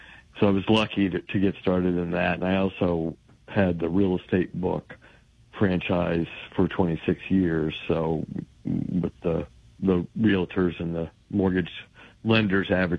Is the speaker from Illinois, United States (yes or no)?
yes; Paxton, Illinois, United States; I grew up in Paxton.